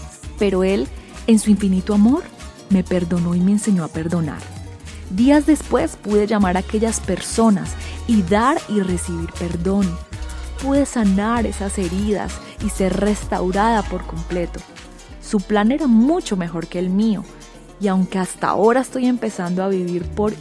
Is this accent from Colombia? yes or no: yes; Meta, Colombia; me dio el Señor la oportunidad de crecer musicalmente en el departamento del Meta, en mi país Colombia, durante muchos años.